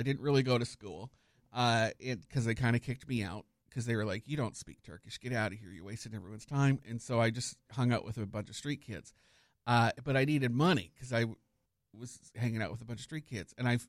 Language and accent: English; Canada